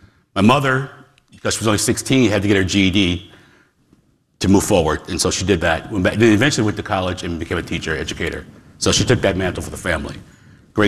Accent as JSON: {"language": "English", "region": "Wisconsin", "country": "United States", "lives_now": "Pittsburgh, United States", "said": "I'm from Wisconsin originally. You know, I live in Pittsburgh now, but I'm not a Pittsburgher."}